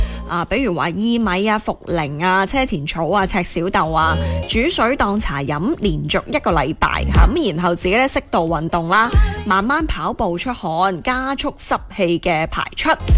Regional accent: Guangdong, China; 我哋广东人

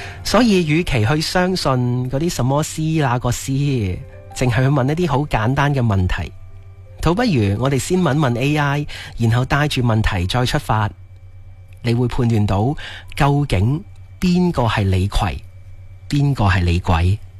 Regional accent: Guangdong, China; 睇嚟我哋广东人咧对于食呢一样嘢仲系好有追求啊！

